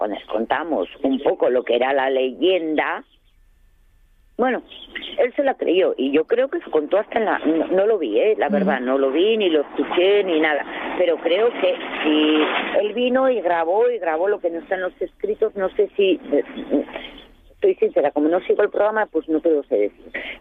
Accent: Quirós, Asturias, Spain; y los que somos de Quirós y los que conocemos un poco cómo va la película, siempre decimos lo mismo.

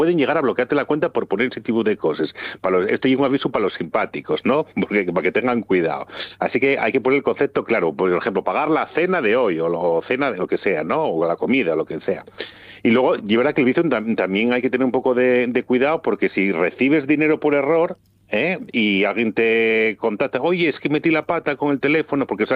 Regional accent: Asturias, Spain; los menos somos los asturianos

